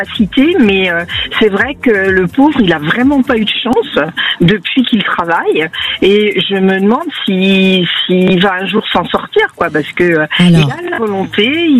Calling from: Hauts-de-France, France; je vous appelle de l'Oise

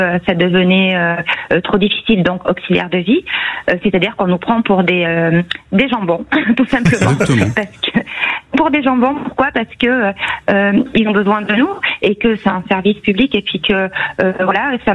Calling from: Lège-Cap-Ferret, Nouvelle-Aquitaine, France; moi j'habite au Cap Ferret

